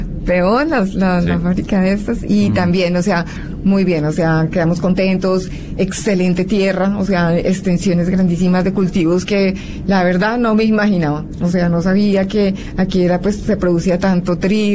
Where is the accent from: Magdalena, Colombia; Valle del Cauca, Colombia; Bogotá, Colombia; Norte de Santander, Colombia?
Bogotá, Colombia; moved away as an adult; now in Panama